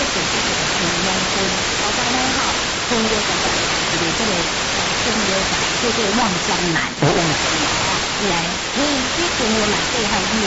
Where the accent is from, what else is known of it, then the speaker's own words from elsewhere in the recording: Taiwan; 咱们台湾人的口味